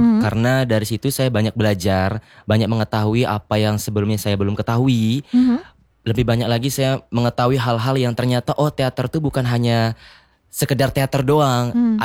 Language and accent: Indonesian; Bengkalis, Riau, Indonesia; Kalau dari kecil sih karena tinggalnya di Bengkalis ya.